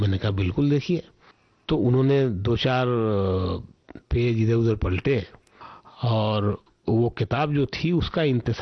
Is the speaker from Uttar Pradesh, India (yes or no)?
no; Surat, Gujarat, India; now in Mumbai, India; तो मैं सूरत से मुंबई आ गया 2001 फरवरी में